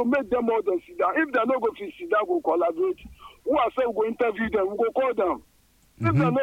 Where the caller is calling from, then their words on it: Anyako, Volta, Ghana; Me, I'm from Aguzuma, I'm from Anyako side.